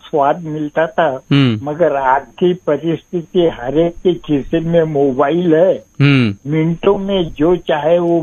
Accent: Aurangabad, Maharashtra, India; मेरा शहर बोले तो इसका पुराना नाम औरंगाबाद

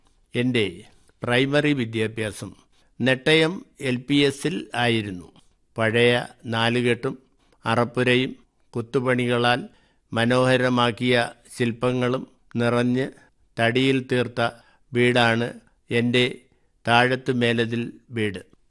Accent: Kerala, India

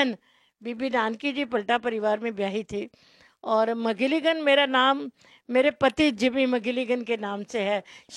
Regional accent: Chandigarh, India; also born or lived in Jalandhar, Punjab; मेरे माता पिताजी चंडीगढ़ में लंबा टाइम मैं उनके साथ रही, वहीं मैं स्कूल तक पढ़ी और मेरा जन्म जालंधर में हुआ था।

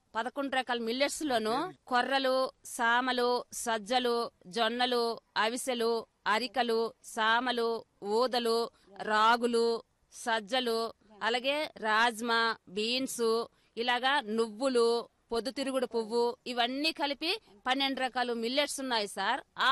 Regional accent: Parvathipuram Manyam district, Andhra Pradesh, India; మాది పార్వతీపురం మన్యం జిల్లా. … మేము ఒక ఫార్మర్స్ సార్. మేము అంటే మిల్లెట్స్ పండించే రైతులము, ఒక గిరిజన నిరుపేద కుటుంబం నుంచి వచ్చిన రైతులం సార్.

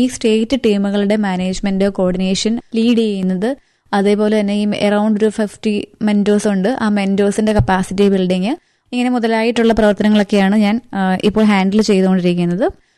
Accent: Thiruvananthapuram, Kerala, India; ഞാൻ കേരളത്തിൽ നിന്നാണ് വരുന്നത്. കേരളത്തിൽ തിരുവനന്തപുരത്ത് നിന്നാണ് ഞാൻ വരുന്നത്.

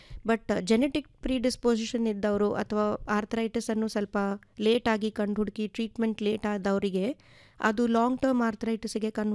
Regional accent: Karnataka, India; ನಮ್ಮ ಊರಿನ, ನಮ್ಮ ದಕ್ಷಿಣ ಕನ್ನಡ ಸೈಡಿನ ಕೊಬ್ಬರಿ ಎಣ್ಣೆ.

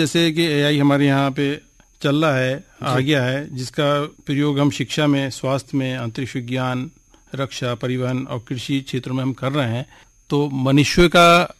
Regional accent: Bijnor, Uttar Pradesh, India; खासकर हमारे जिला बिजनौर में

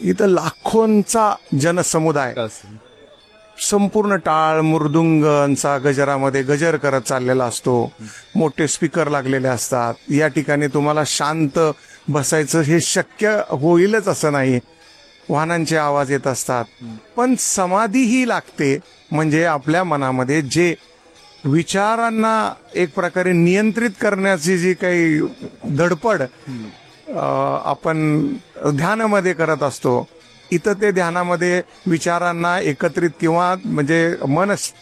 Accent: Phaltan, Maharashtra, India; also born or lived in Mumbai; now in Kolhapur, India; मी मूळचा फलटणचा आहे, परंतु मुंबई हायकोर्टामध्ये गेले 28 वर्ष ते प्रॅक्टिस करत आलेलो आहे आणि आता मागील 1 वर्षापासून कोल्हापूर या ठिकाणी प्रॅक्टिस करतोय, तिथे शिफ्ट झालेलो आहे।

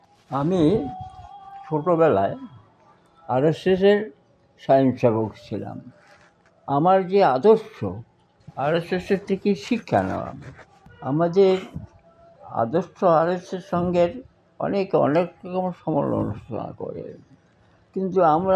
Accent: West Bengal, India; আমি বাঙালি শুধু

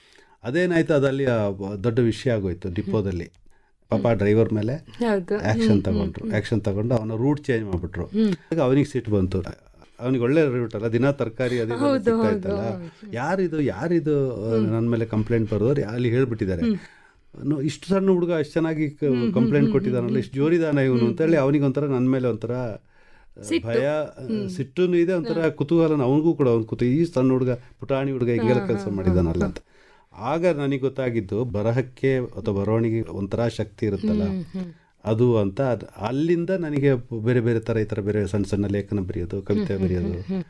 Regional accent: Koyanadu, Karnataka, India; ನಮ್ಮೂರಿಂದ school ಸ್ವಲ್ಪ ಒಂದು ಕೊಯನಾಡು ಅನ್ನೋ ಊರು ಕೊಡಗಲ್ಲಿ

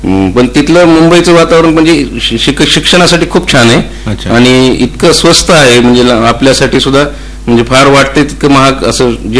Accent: Beed, Maharashtra, India; also born or lived in Mumbai; माझा जन्म तसा बीडमध्येच झाला.

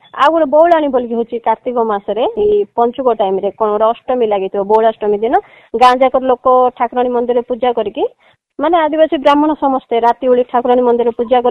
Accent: Jeypore, Odisha, India; ମୋ ଗାଁଟା ଜୟପୁର, ମୁଁ ଆସିକି ଏଠି ରହିଲି, ମୁଁ ବହୁତ ହସ ଖୁସିରେ ଅଛି

